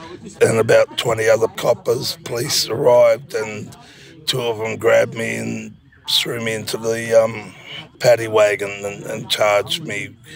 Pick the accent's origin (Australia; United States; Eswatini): Australia; Kooma country; I'm a Kuma man, but I've also been a member of the Sovereign Movement since I was born. I'm not an Australian, I'm a free man.